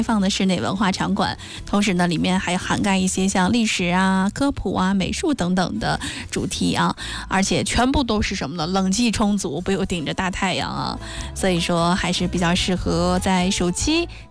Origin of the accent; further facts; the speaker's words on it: Hebei, China; 我们作为河北人